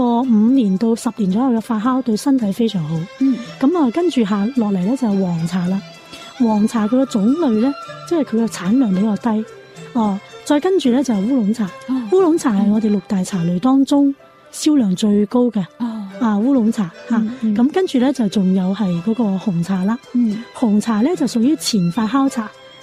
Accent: Guangzhou, Guangdong, China; 亲朋好友见面饮茶，尤其系我哋广州人嘅。

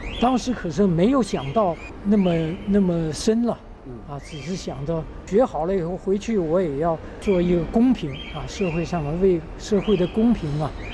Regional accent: Pingshan, China; 特别是我的家乡平山那里，因为我爷爷原来也是海员啊，是在外国的商船上面呢做厨工的。

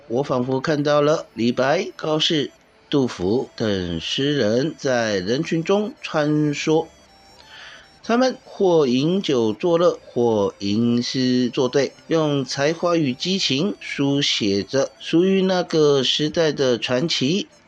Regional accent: Taiwan; 大家好，我是来自台湾的

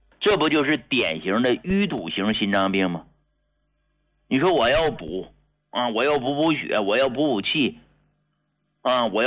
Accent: Hegang, Heilongjiang, China; 到啥时候我都知道我是从农村出来的，对吧？啊，农村老家，我的出生地就是黑龙江鹤岗市

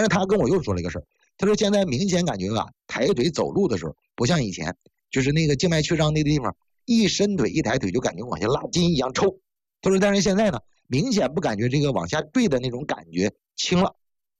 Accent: Northeast China, China; 是我是东北人，我哪见这些东西啊？

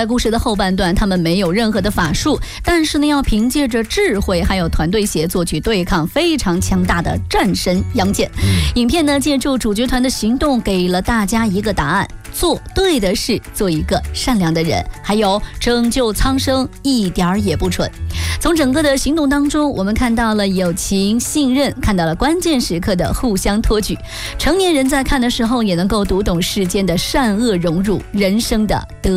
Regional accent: China; 藏着我们中国人最朴素的人生。

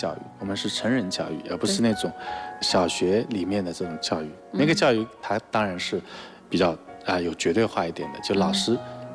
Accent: Zhejiang, China; 因为我是浙江人啊

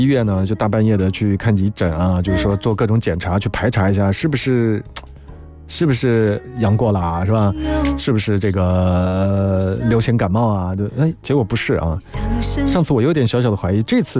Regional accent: Guangdong, China; now in Guangzhou, China; 我的父亲来自于我们广东最爱吃辣的那个城市啊，

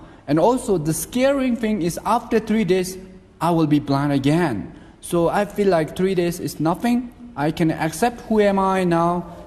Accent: Ganzhou, China; I am from East Tibet, from Ganzhou, and I have a twin sister.

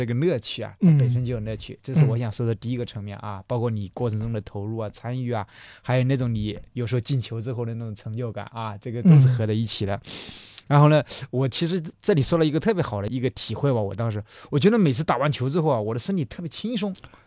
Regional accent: Hubei, China; moved away as an adult; also born or lived in Beijing; 我们老家嘛在江汉平原汉江边上，长江最大的支流

